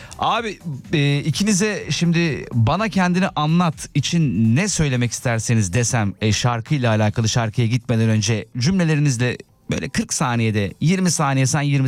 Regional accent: Ankara, Turkey; Ankara'da çocukluğu geçmiş biri olarak söylüyorum.

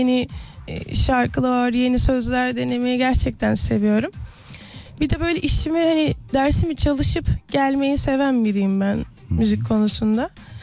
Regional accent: Ankara, Turkey; Yani Ankaralıyım. Orayı seviyorum. Oradaki dostlarımı, ailem hala orada yaşıyor zaten.

